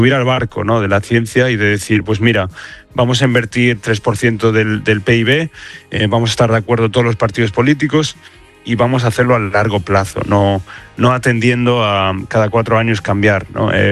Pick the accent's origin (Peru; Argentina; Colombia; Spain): Spain; Como españoles, yo creo que, y como habitantes del mundo, yo creo que deberíamos estar de acuerdo de que la ciencia es un motor